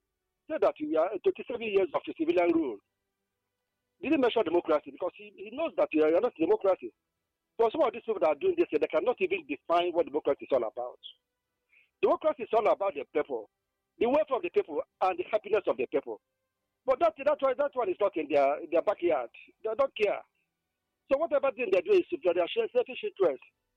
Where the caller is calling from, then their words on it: Anambra, Nigeria; I come from Abuja in Anambra State.